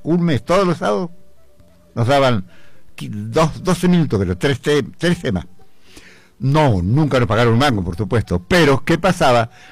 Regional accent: Balcarce, Buenos Aires Province, Argentina; moved away; also born or lived in Mar del Plata; Mi infancia en Balcarce, yo nací en Balcarce, provincia de Buenos Aires. Esas zapatillas rotas, pantalón cosido, emparchado, así.

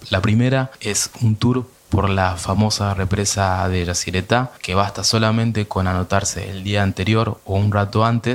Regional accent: Corrientes, Argentina; soy de Corrientes

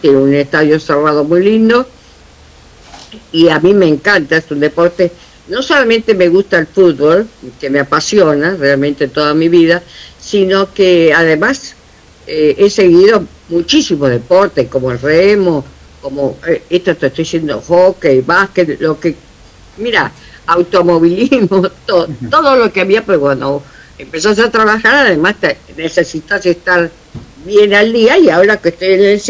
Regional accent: Buenos Aires, Argentina; Yo trabajaba en Buenos Aires, porque siempre viví, soy porteña y siempre viví en Buenos Aires

